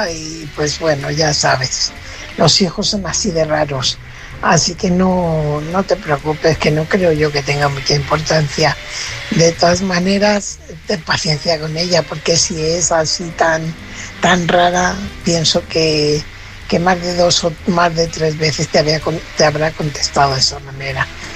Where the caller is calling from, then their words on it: Fuenlabrada, Community of Madrid, Spain; corresponsal de Fuenlabrada.